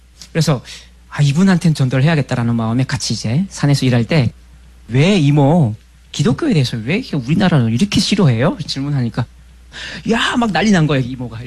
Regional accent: North Korea; 결말을 못 보고 저는 다시 탈북을 했습니다. 그리고 이제 2003년 11월에 또 잡혔죠.

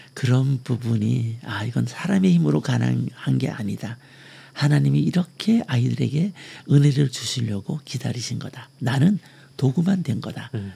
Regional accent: Gangwon, South Korea; 제 고향이 강원도니까

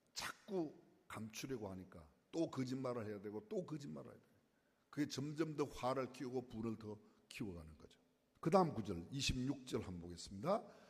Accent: South Korea; 저도 한국 사람이지만요.

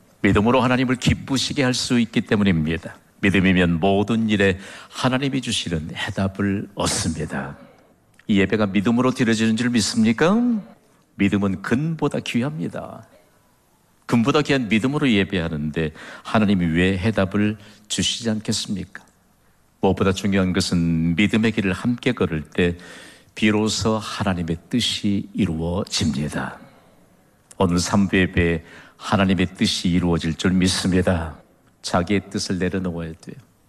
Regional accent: South Korea; 저는 한국 사람이기 때문에 한국에서 왔다라고 대답합니다.

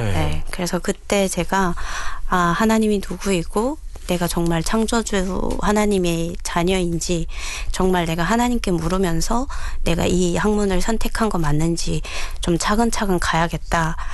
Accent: North Korea; born there; 지금부터 감사하는 삶을 내가 살아가는 게 내가 자네로서의 도리구나를 그때 이제 느껴서 북한에서 태어난 게

